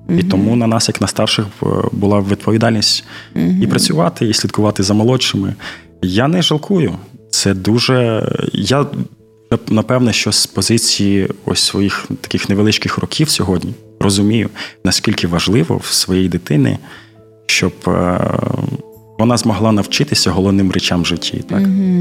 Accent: Podilsk, Odesa Oblast, Ukraine; я майже одесит з Одеського регіону. Ось, якщо ви знаєте, це є Подільське таке містечко. Ось, я звідти.

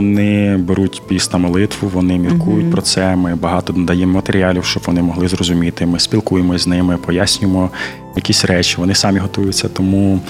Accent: Podilsk, Odesa Oblast, Ukraine; я майже одесит з Одеського регіону. Ось, якщо ви знаєте, це є Подільське таке містечко. Ось, я звідти.

